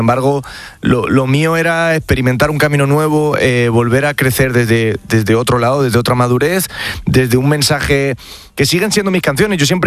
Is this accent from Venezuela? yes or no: no; Spain; pero bueno, de primera mano en España, en mi país, abrazó la primera canción que saqué, que se llamaba